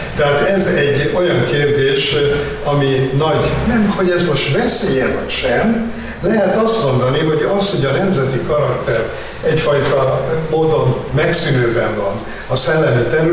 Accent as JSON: {"language": "Hungarian", "country": "Hungary", "said": "A magyar nyelvvel őrizzük magunkat, hogy magyarok vagyunk"}